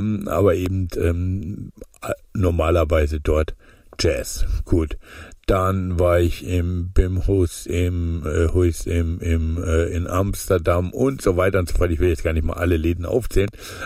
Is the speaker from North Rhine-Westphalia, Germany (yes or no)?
no; Munich, Bavaria, Germany; Aber warum nicht mal als Münchner mal nach München reisen?